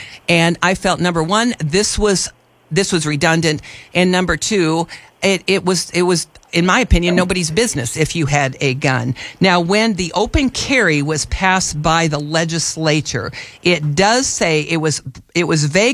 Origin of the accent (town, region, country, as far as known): Wood River, Illinois, United States; born or raised there